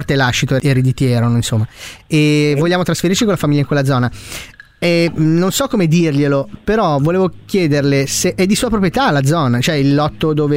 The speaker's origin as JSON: {"language": "Italian", "town": "Milan", "region": "Lombardy", "country": "Italy", "said": "Senta, siccome noi, vabbè, siamo di Milano"}